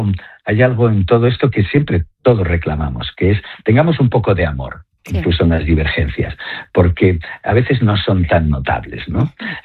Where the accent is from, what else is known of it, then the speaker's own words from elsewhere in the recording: Basque Country, Spain; yo soy vasco